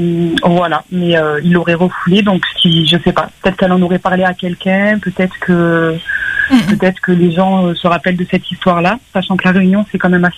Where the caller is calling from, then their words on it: Metropolitan France, France; Je vous appelle de Métropole.